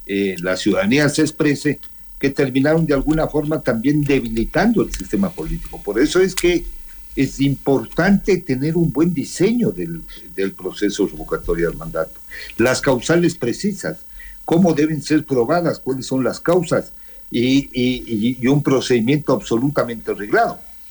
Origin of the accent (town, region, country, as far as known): Ecuador